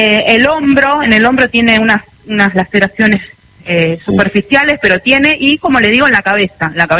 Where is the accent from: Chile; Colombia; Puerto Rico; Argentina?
Argentina; Macachín, La Pampa; born there; now in Toay, Argentina; Yo nací en Macachín, pero hace 20 años que estoy acá.